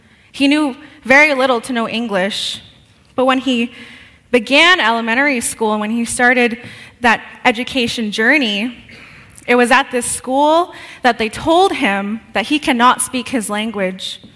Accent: Ontario, Canada; first language Oneida; English is a second language; I'm Bear Clan, and I'm from the Oneida Nation of the Thames, First Nations community. So being a First Nations woman

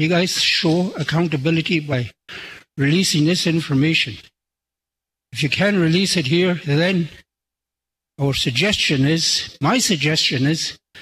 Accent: Fort Good Hope, Northwest Territories, Canada; I'm from Port Good Hope, member of the Yamaga Land Corporation

